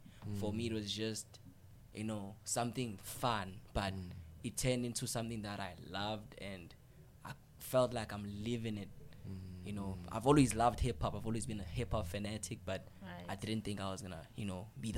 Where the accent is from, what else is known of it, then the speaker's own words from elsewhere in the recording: Gauteng, South Africa; also born or lived in Vosloorus; now in Alberton, South Africa; … is a young nigga from the East Rand, you know. I was born in Fort Loras, grew up in Sprayview, but currently residing in Alberton Brecon Downs.